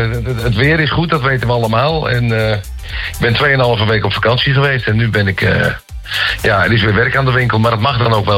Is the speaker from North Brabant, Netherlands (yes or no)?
no; Volendam, North Holland, Netherlands